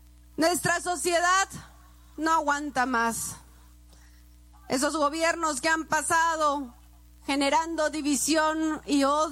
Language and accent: Spanish; Peru; así somos los peruanos, nunca nos rendimos.